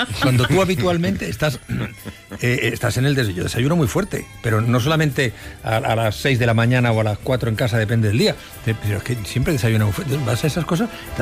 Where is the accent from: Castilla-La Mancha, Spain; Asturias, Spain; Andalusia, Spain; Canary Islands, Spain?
Asturias, Spain; El orinal yo lo recuerdo perfectamente cuando era crío en Asturias, perfectamente.